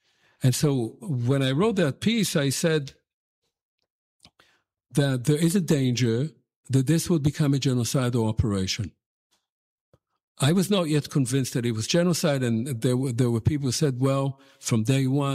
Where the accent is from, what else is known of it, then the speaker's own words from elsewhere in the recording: Tel Aviv, Tel Aviv District, Israel; I grew up first in North Tel Aviv and then in Ramat Aviv, where now the University of Tel Aviv is.